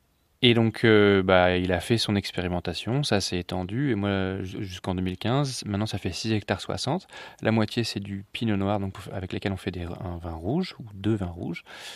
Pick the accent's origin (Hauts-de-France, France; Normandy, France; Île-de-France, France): Normandy, France; normand, hein.